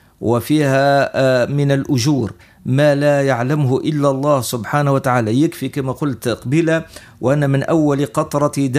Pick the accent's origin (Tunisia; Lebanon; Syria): Tunisia; ونحمد الله أن جينا من تونس وليس من بلاد أخرى